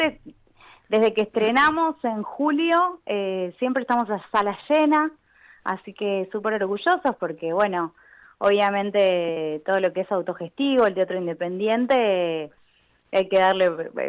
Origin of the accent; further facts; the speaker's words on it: Argentina; Creo que como argentinos